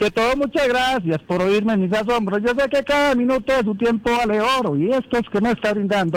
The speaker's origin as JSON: {"language": "Spanish", "region": "Llanos", "country": "Colombia", "said": "No, yo soy llanero de los puros llaneros."}